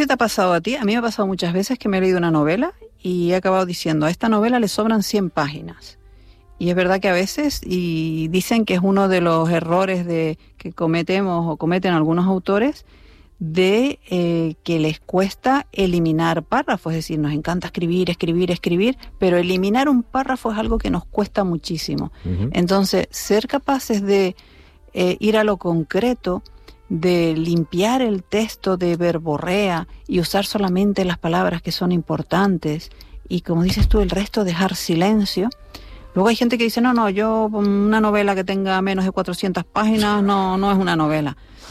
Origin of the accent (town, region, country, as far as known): Canary Islands, Spain